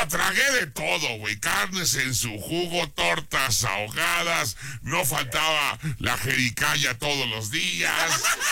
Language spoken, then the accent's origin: Spanish; Guadalajara, Jalisco, Mexico; moved away; Me fui a mi tierra. Me fui a Guadalajara, Jalisco.